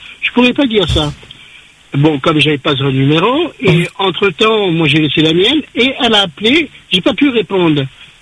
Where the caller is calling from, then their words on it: the North of the island, Réunion; Ah, moi, je suis du Nord.